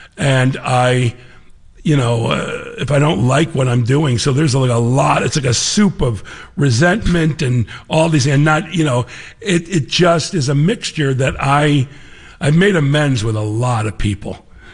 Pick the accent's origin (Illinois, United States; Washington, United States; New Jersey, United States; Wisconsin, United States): Illinois, United States; Chicago; now in Los Angeles, United States; I'm a Chicagoan, very proud.